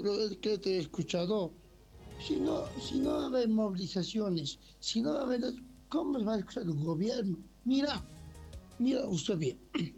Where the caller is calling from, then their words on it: Bolivia; aquí en mi país.